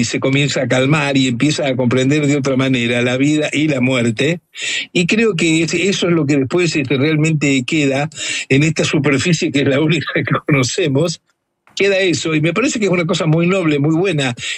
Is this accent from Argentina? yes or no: yes; Rosario, Santa Fe, Argentina; moved away; en mi ciudad de origen, en Rosario